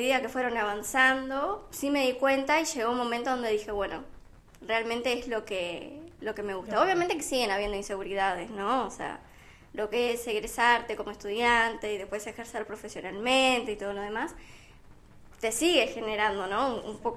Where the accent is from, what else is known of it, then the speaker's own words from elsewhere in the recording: Rivera, Uruguay; moved away as an adult; also born or lived in Salto; now in Montevideo, Uruguay; Mira, yo vengo de Rivera, ¿sí? Vengo del interior ya hace desde 2019 que me vine ya hace bastante tiempo, me vine a Salto, estuve años viviendo